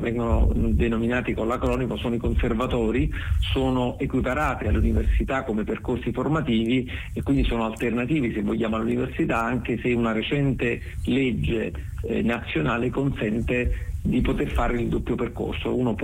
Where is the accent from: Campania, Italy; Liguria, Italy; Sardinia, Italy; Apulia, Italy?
Campania, Italy; Naples; accent: Neapolitan; Io sono di origini napoletane, come probabilmente si potrà sentire dal mio accento